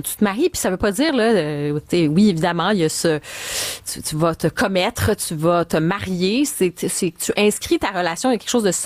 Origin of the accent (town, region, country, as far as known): Quebec, Canada; now in France